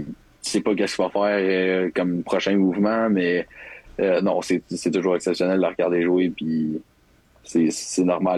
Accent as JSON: {"language": "French", "town": "Deux-Montagnes", "region": "Quebec", "country": "Canada", "said": "Ouais, un petit gars de Montagne."}